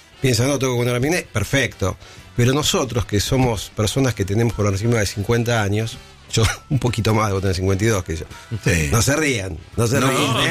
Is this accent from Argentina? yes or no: yes; Argentina; Nosotros, bueno, somos argentinos, estamos siempre preparados para la guerra.